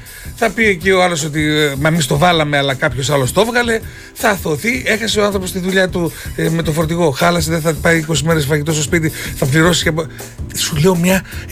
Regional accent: Greece; εμείς σαν Έλληνες την έχουμε ξεκινήσει αυτή την τεχνική εδώ και πάρα πολλά χρόνια.

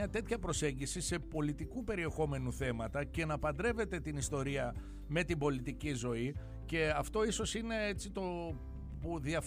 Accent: Eastern Macedonia and Thrace, Greece; now in Xanthi, Greece; Και μικρή πηγαίναμε έστω με τα ποδήλατα και τα λοιπά μέχρι την Αδριανή, ναι, τη Χωριστή. Δεν φτάναμε στο Δοξάτο.

